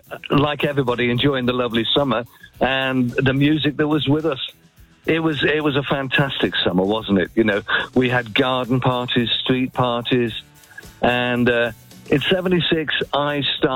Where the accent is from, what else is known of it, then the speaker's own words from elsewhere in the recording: Rugby, West Midlands, United Kingdom; now in Doncaster, United Kingdom; my hometown of Rugby.